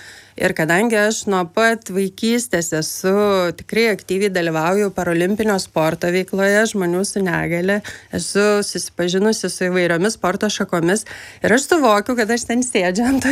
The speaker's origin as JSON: {"language": "Lithuanian", "town": "Vilnius", "region": "Vilnius County", "country": "Lithuania", "tie": "born or raised there", "said": "Tikrai aš užaugau Aklųjų rajone Vilniuje"}